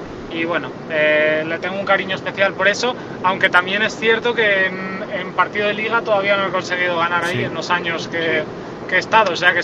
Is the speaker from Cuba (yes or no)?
no; Gijón, Asturias, Spain; para los que somos de Gijón con grato recuerdo, para los de Oviedo no tanto.